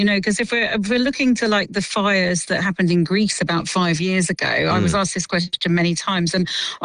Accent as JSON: {"language": "English", "country": "Spain", "tie": "born or raised there", "moved": "yes", "said": "I grew up in Spain, and my parents are in Malaga as we speak"}